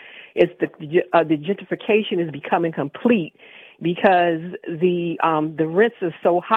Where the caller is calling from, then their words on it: Baltimore, Maryland, United States; in Baltimore.